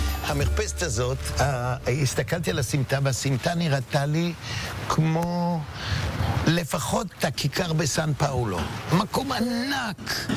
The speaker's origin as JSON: {"language": "Hebrew", "town": "Givatayim", "region": "Tel Aviv District", "country": "Israel", "tie": "born or raised there", "said": "אני נולדתי בצפון תל אביב וגדלתי בגבעתיים"}